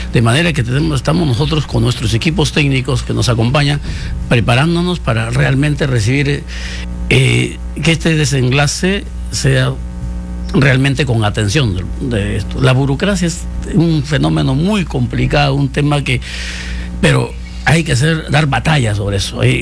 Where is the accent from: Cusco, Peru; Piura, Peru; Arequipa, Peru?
Piura, Peru; Huarmaca; Yo vengo de una parte muy difícil, yo soy de Huarmaca, de la Sierra de Piura.